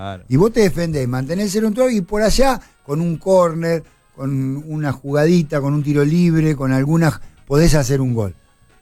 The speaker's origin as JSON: {"language": "Spanish", "town": "Lima", "region": "Buenos Aires Province", "country": "Argentina", "tie": "born or raised there", "said": "Yo te digo, iba a las pruebas, iba al Lima, jugaba 23 picados por semana en Lima, en mi pueblo."}